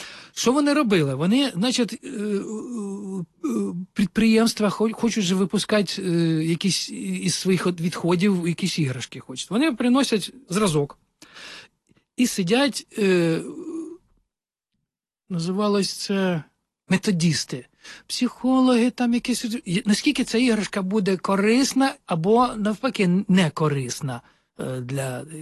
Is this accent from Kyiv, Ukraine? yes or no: yes; Kyiv, Ukraine; also born or lived in Popilnia, Zhytomyr Oblast; А, ні, народився я виріс на у Сталінка. Народився я ПГТ Попільня. Я там прожив років 3, десь я не пам'ятаю цього. Там ми потім переїхали.